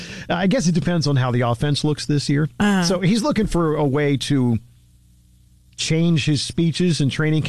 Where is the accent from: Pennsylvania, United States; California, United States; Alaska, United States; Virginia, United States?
Pennsylvania, United States; Philadelphia; I grew up in Philadelphia